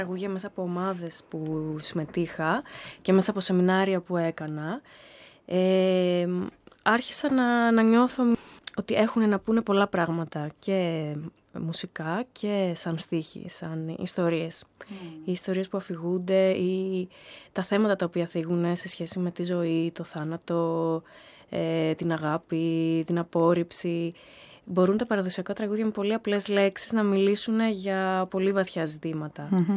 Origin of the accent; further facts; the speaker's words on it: Thessaloniki, Central Macedonia, Greece; moved away as an adult; now in Mytilene, Greece; Είμαι από τη Θεσσαλονίκη, αλλά ζω στη Μυτιλίνη τα τελευταία χρόνια λόγω της δουλειάς μου.